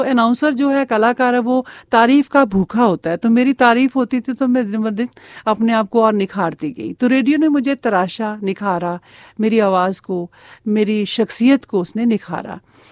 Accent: Jalandhar, Punjab, India; जी, जालंधर हमारा native place है

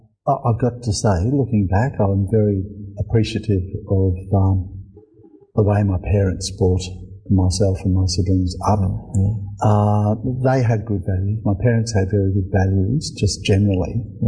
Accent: Canberra, Australian Capital Territory, Australia; also born or lived in London / Melbourne; grew up in, first of all, in country Australia, and then moved to the city, Melbourne, and then Canberra. So most of my life was growing up in Canberra. A Roman Catholic family.

